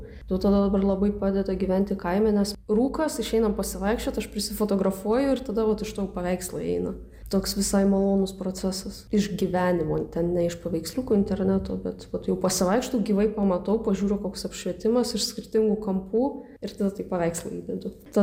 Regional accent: Kaunas, Kaunas County, Lithuania; aš šiaip Kaune užaugau, visą gyvenimą pragyvenau.

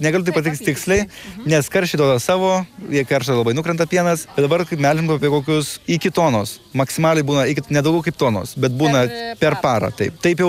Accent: Kaunas, Kaunas County, Lithuania; moved away; Gan nuo mažų dienų aš čia augdavau kaime. Aš šiaip esu iš Kauno, mokiausi Kaune

